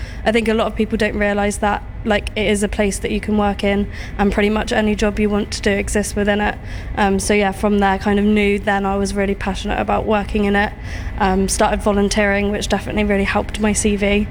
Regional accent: South West England, United Kingdom; I grew up in Cornwall, so as you can imagine, there's probably not much motorsport down there.

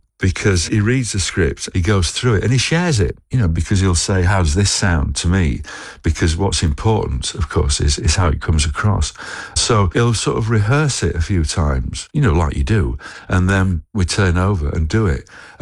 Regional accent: Sheffield, Yorkshire and the Humber, United Kingdom; accent: Yorkshire; moved away; I'm from Sheffield, from Yorkshire originally. He does a really good impression of me with a Yorkshire accent.

